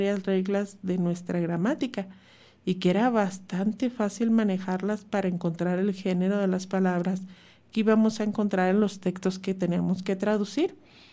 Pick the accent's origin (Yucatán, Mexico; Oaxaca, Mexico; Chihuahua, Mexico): Chihuahua, Mexico; born there; Yo soy nacida en Chihuahua y la colonia industrial es donde vive toda mi familia